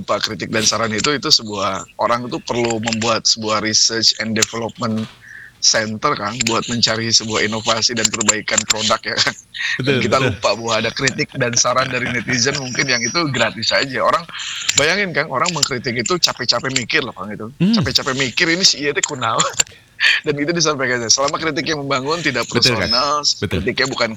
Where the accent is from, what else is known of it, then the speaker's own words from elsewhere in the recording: Bandung, West Java, Indonesia; kita mungkin juga sebagai warga Kota Bandung